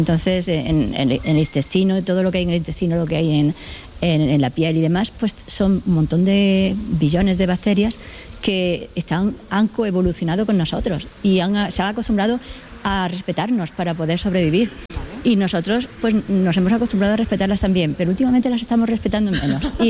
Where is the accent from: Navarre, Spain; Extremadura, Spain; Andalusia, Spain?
Andalusia, Spain; Jaén